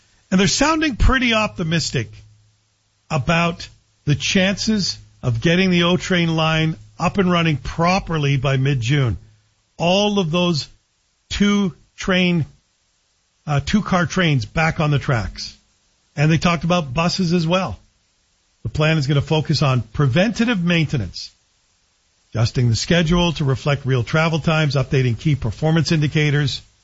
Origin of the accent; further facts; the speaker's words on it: Canada; We, as Canadians, should decide.